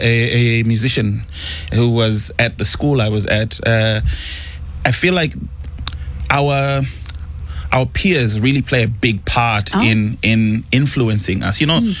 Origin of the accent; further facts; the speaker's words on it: Zimbabwe; I am born and bred in Zimbabwe, which is in Southern Africa.